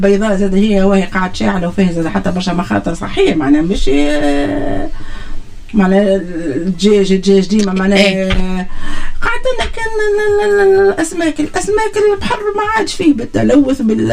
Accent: Mahdia, Mahdia Governorate, Tunisia; أما كيف نتبنى أنا مشروع ولا نتبنى مدينتي، ما نقعدوش في الشعارات، هذاك هو. معناها المهدية قعدت في عزلة نوعا ما

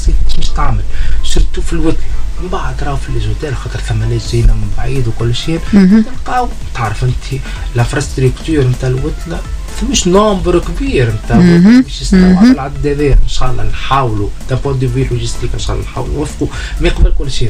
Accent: Tunisia; احنا ولاد منظومة التعليم المجانية تونس قررتنا بلاش

